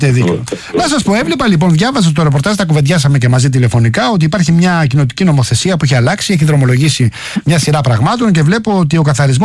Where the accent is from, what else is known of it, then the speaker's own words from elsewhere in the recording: Rafina, Attica, Greece; στην πατρίδα μου, στη Ραφίνα